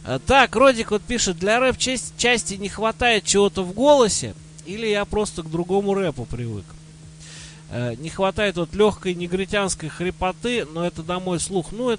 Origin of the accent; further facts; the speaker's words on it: Tula, Tula Oblast, Russia; Ну вот, Серый, ты как туляк, ты меня должен понять. Вот все знают, ну, наши земляки, что на углу Первомайки и проспекта Ленина стоит библиотека.